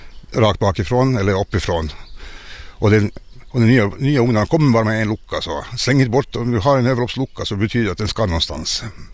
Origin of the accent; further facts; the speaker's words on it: Finland; som finnar